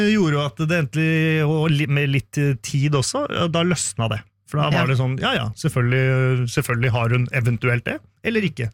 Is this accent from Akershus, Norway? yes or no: yes; Bærum, Akershus, Norway; kom jeg fra Bærum